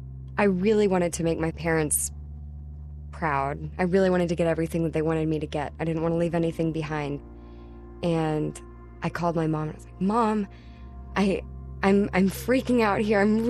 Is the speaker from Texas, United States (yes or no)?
yes; Spicewood, Texas, United States; I'm from Spicewood, Texas.